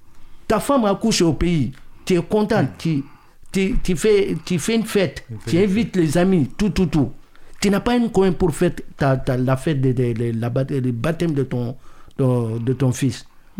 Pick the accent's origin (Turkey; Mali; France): Mali; Lui, il est montagnais, lui, il est sénégalais, moi, je suis malien.